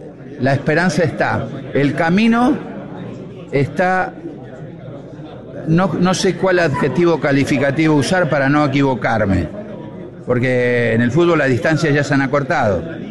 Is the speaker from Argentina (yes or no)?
yes; Maciel, Santa Fe, Argentina; Originalmente, cuando chico, ahí en Maciel, en mi pueblo querido.